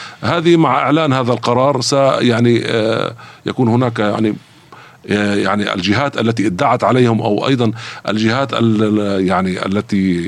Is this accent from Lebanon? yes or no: yes; Lebanon; عندنا في لبنان